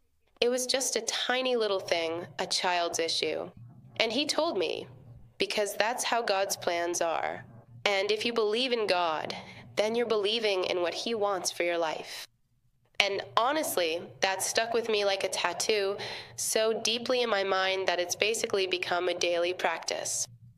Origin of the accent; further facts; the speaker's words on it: Venezuela; I'm from Venezuela, 27 years old. People think I'm older, but I'm not.